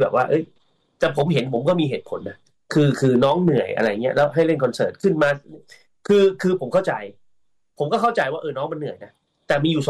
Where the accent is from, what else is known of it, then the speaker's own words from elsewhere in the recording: Bangkok, Thailand; คือเราเป็นคนกรุงเทพอ่ะ